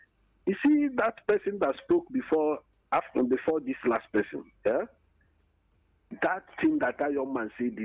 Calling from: Enugu, Enugu State, Nigeria; I'm calling from Enugu.

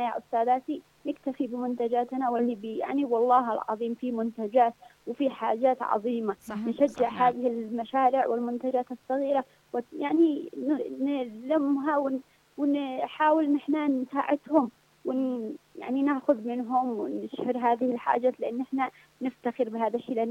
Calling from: Yemen

